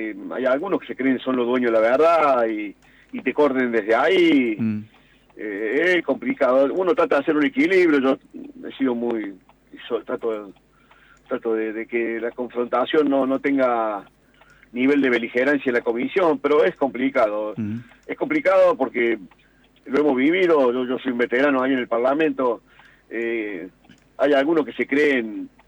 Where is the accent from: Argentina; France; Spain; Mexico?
Argentina; somos los argentinos bastante...